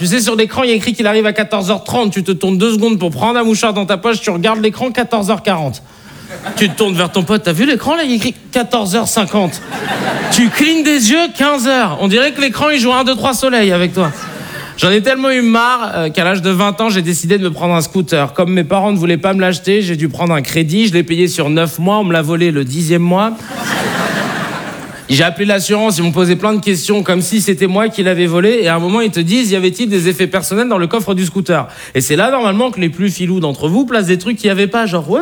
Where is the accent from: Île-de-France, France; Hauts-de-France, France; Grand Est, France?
Île-de-France, France; Paris; j'ai grandi à Paris dans le 19e, et ensuite j'ai déménagé dans une ville qui s'appelle Arcueil, au sud de Paris.